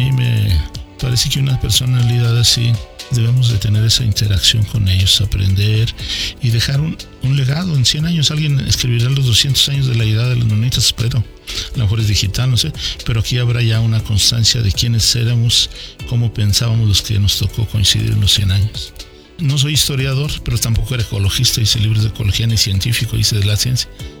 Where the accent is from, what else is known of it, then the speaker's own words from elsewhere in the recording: Chihuahua, Mexico; Chihuahua somos nosotros, los menonitas, los mormones, los lebarones, los mestizos, los pimas, los guarojíos, todos nosotros somos Chihuahua.